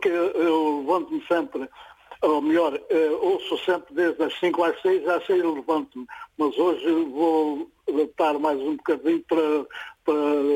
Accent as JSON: {"language": "Portuguese", "region": "Alentejo", "country": "Portugal", "said": "é lá da minha terra também, que eu sou alentejano."}